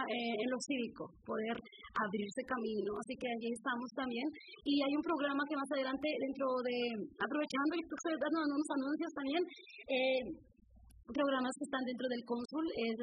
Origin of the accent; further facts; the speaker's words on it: Mexico; moved away; Como mexicanos estamos directamente con el cónsul mexicano